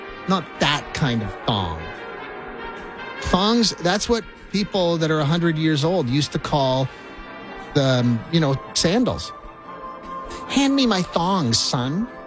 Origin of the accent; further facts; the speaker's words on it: Saskatchewan, Canada; Hey, look, I'm from Saskatchewan. That's weird. I don't know where that, and I grew up calling them that as well.